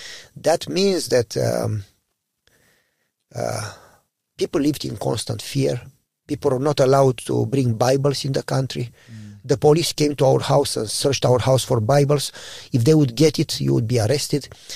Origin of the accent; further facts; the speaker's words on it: Romania; English is a second language; moved away; Originally from Romania. You know, all good people come from Romania.